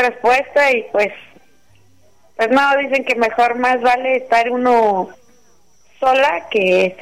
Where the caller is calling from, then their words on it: Mexico City, Mexico; De aquí, del lado del metro Copilco.